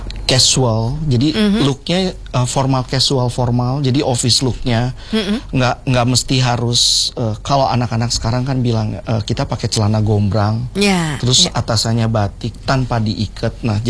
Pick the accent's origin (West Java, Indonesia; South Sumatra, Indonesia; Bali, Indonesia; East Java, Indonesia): West Java, Indonesia; Bandung; Saya Bandung, tapi Bandung. Ada turunan Garut.